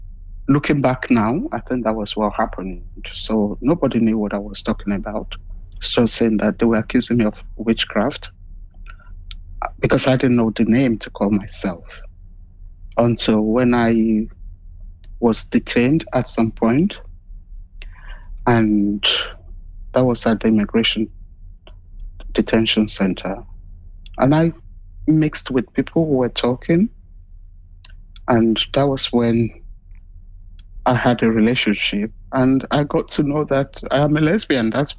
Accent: Nigeria; moved away as an adult; now in United Kingdom; I come from Nigeria

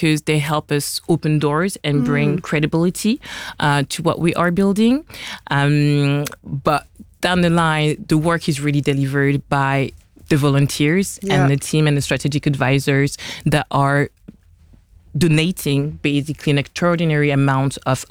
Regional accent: Paris, Île-de-France, France; So I was born and raised in Paris.

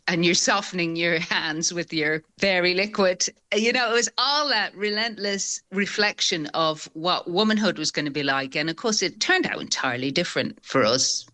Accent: Ireland; also born or lived in Manchester; My mum was like, came from quite a poor background in Mayo, and she immigrated to Manchester in the 1950s, which is actually where I was born, in the 60s. And then we grew up in Ireland eventually.

